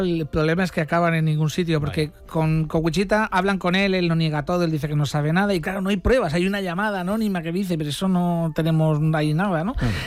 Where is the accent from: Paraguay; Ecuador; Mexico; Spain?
Spain; Region of Murcia; Yo recuerdo, yo como murciano, que no soy de aquí